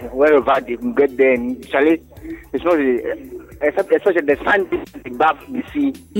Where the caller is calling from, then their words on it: Anomabo, Central Region, Ghana; me from Mabo.